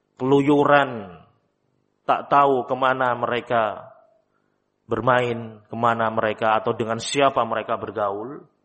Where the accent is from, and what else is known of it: Java, Indonesia